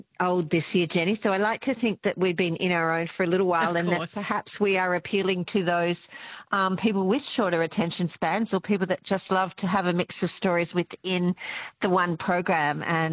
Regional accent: Newcastle, New South Wales, Australia; moved away; I'm originally from Newcastle myself

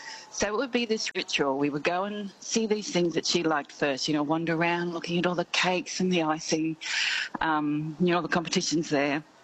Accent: Corinda, Queensland, Australia; I grew up in Corinda in the 60s.

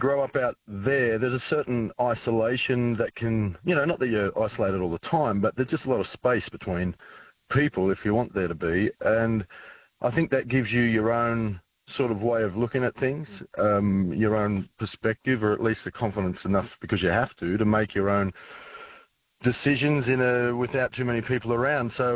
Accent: New South Wales, Australia; also born or lived in Dubbo; I grew up out in the Riverina. I was born in Dubbo, then I moved west, south, kind of southwest of the Riverina. And I spent most of my, you know, early years and childhood growing up there, you know, amongst different small little towns and whatnot.

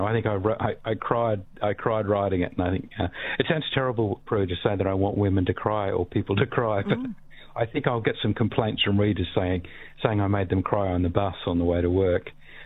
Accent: Australia; That's the question I've been most asked over the course of 20 plus years, is why are you, as an Australian writer, have you never set a book in Australia?

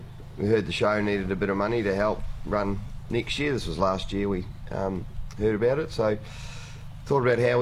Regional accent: Christchurch, Canterbury, New Zealand; moved away as an adult; now in Wimmera, Australia; Originally from Christchurch, New Zealand.

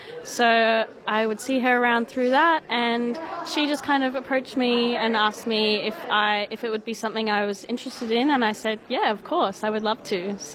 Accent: Alice Springs, Northern Territory, Australia; Yeah, so I grew up in Alice Springs, so I've been coming to the Beanie Festival my whole life, really.

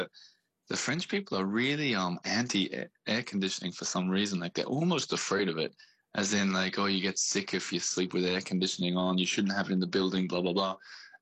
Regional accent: Australia; now in France; Again, as an Australian, I don't really understand it, but as a guest in this country, I sort of got to follow the way that they do things

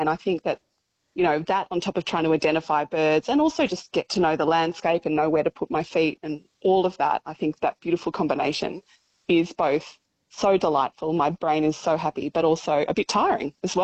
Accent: Melbourne, Victoria, Australia; now in Darwin, Australia; 20 years ago, I came up to Darwin. I'm from Bunurong, Bunurong country down in southeast Melbourne.

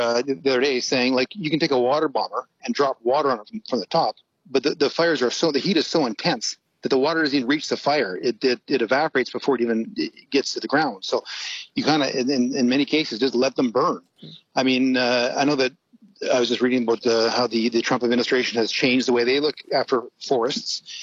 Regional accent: Alberta, Canada; I'm from Alberta in the West

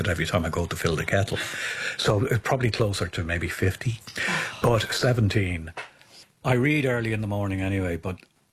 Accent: Ireland; We were both in a little way outsiders being Irish

